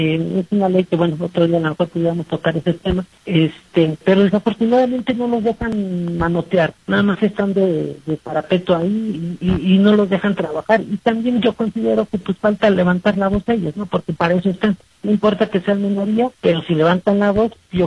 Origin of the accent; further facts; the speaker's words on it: Tezontepec de Aldama, Hidalgo, Mexico; yo soy originario de Tezontepec